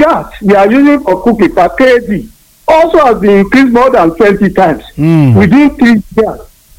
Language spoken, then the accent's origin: English; Akwete, Abia, Nigeria; from Akwete.